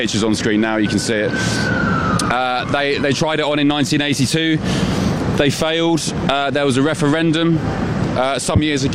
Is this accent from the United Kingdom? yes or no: yes; England, United Kingdom; we're English, we're brave, we can apply that to anything.